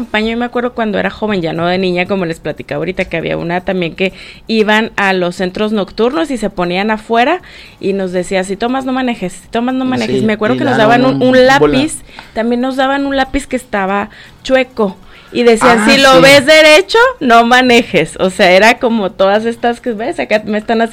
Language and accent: Spanish; Chihuahua, Mexico; somos mexicanos, nacimos en México, hay que cuidar nuestro México, nuestro Chihuahua